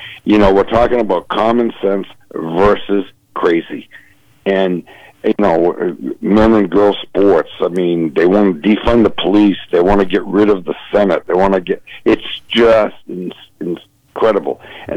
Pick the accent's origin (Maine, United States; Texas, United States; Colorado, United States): Maine, United States; Lewiston; We're both from Lewiston